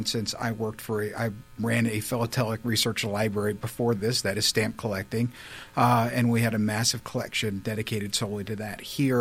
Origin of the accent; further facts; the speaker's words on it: East Coast, United States; moved away as an adult; also born or lived in Pennsylvania; now in Kenosha, United States; We relocated to Kenosha from Pennsylvania, so I've lived on the East Coast all of my life, and so now I'm a Midwesterner, so I'm adjusting to that.